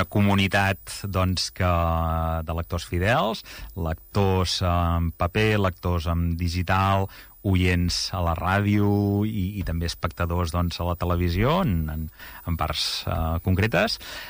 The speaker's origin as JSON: {"language": "Catalan", "town": "Igualada", "region": "Catalonia", "country": "Spain", "said": "jo sóc d'Igualada"}